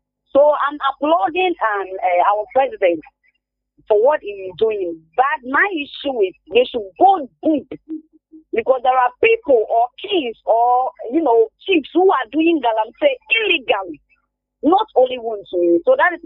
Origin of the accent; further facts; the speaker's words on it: Ghana; But my issue is we are all Ghanaian. I'm not doing politics here, okay? We are all Ghanaian.